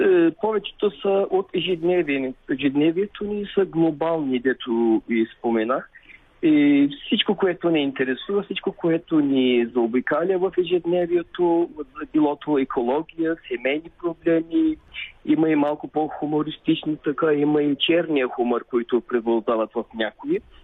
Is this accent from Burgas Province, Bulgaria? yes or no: yes; Aytos, Burgas Province, Bulgaria; also born or lived in Boyno, near Ardino, Kardzhali Province; Аз съм роден в село Бойно, близо до Ардино, но съм израснал в Айтос.